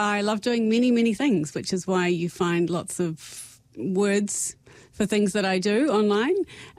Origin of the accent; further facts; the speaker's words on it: New Zealand; I'm from Aotearoa. I've lived here almost all of my life. I live with my wife and our 19-year-old son.